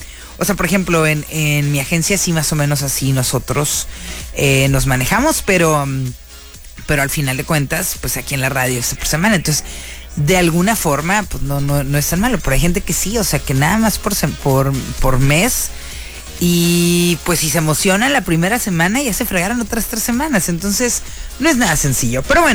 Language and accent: Spanish; Mexico; siendo nosotros mexicanos, ¿no?